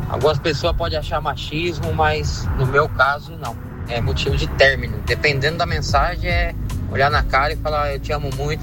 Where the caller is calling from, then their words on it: Piracicaba, São Paulo, Brazil; de Piracicaba.